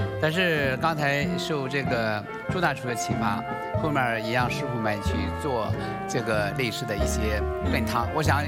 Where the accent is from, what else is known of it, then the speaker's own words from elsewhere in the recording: northern China, China; now in Guangdong, China; 你看我是一个北方人，我到了广东这么多年了